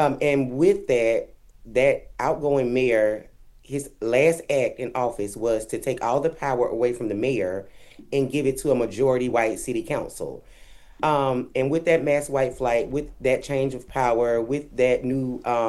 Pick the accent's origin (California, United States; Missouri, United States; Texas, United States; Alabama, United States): Alabama, United States; Selma; something very different from what I grew up in here in Selma